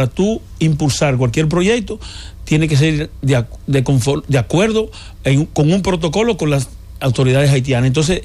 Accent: Elías Piña, Dominican Republic; Elías Piña, yo soy de Elías Piña.

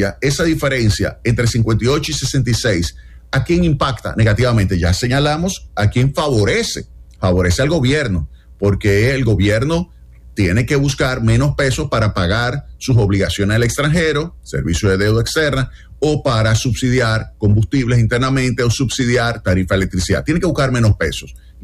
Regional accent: Dominican Republic; a mí como dominicano

